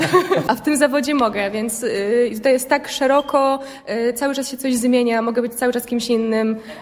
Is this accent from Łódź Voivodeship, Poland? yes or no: yes; Radomsko, Łódź Voivodeship, Poland; Jestem z Radomska.